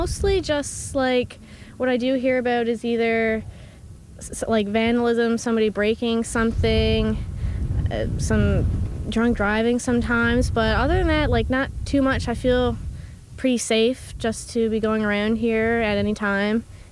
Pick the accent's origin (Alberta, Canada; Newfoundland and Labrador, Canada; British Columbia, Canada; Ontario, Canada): Newfoundland and Labrador, Canada; Fogo; Yeah, I'm from Fogo. I finished university last spring, and so I moved back here.